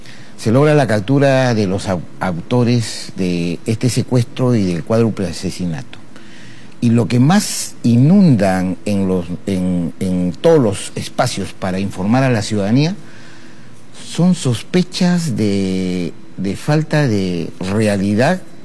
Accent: Peru; por ese sentimiento que tengo hacia la institucionalidad, a la Policía Nacional, y como peruano, a la gobernabilidad.

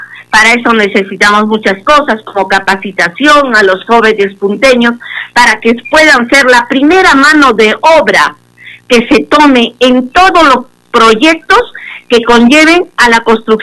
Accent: Mollendo, Arequipa, Peru; la ciudad de Mollendo también, mi tierra.

